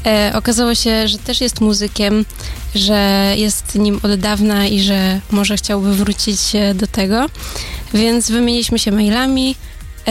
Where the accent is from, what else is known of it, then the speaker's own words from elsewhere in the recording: Toruń, Kuyavian-Pomeranian Voivodeship, Poland; Jestem spod Torunia, ale zaczynałam w ogóle w Jarosławcu, gdzie byłam na wakacjach z rodzinką.